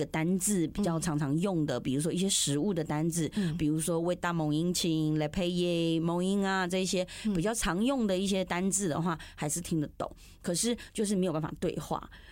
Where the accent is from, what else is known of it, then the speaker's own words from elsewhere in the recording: Myanmar; first language Yunnanese; Chinese is a second language; now in Taiwan; 因为我是出生在缅甸的华人，所以我在缅甸其实我的母语是云南话，然后缅甸话是我的环境用语